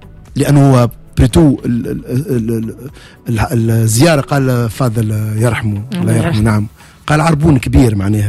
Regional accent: Tunisia; احنا عندنا في تونس

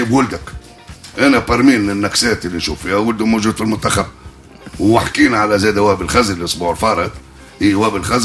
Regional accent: Tunisia

